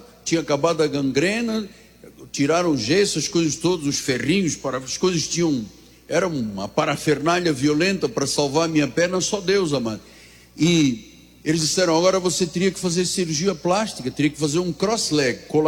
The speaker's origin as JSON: {"language": "Portuguese", "country": "Angola", "said": "Eu falei, não, não sou negro, sou branco de Angola."}